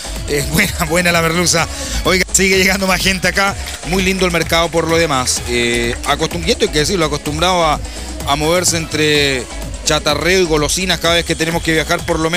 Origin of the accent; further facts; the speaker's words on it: Chile; Como buen chileno nomás